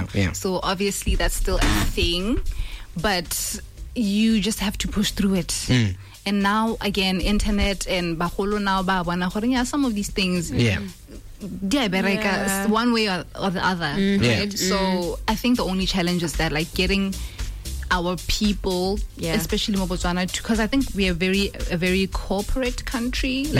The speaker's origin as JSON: {"language": "English", "country": "Botswana", "said": "I'm from Botswana. I live here."}